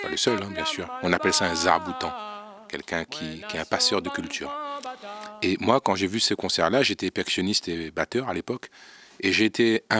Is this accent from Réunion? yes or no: yes; Réunion; born there; moi, je suis né à La Réunion. Mes parents sont allés à La Réunion il y a 50 ans. C'est très longtemps. Et ils y sont morts. La Réunion, c'est chez moi. Et en même temps, j'ai eu cette double culture parce que mes parents venaient de métropole, de France.